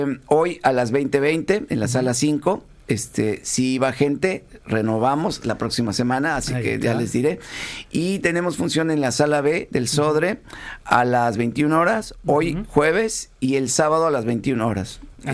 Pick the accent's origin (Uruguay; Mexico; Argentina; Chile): Uruguay; Yo sí sé, porque soy uruguaya.